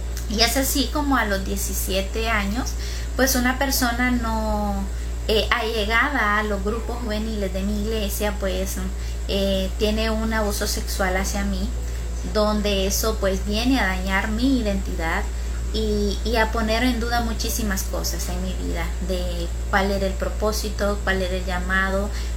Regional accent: Choluteca, Honduras; Soy de Choluteca, Choluteca.

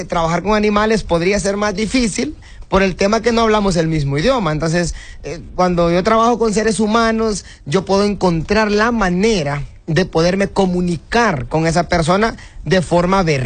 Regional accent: Honduras; evidentemente como hondureños

